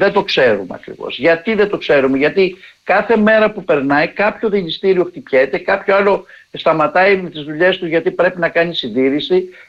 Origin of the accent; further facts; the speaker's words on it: Greece; σαν Έλληνες που έχουμε το στόλο